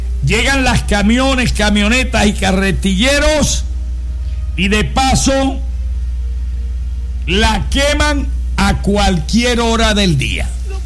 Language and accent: Spanish; Venezuela